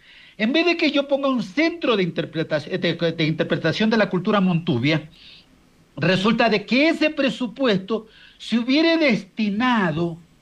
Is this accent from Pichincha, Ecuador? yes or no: no; Chone, Manabí, Ecuador; mi pueblo, de Chone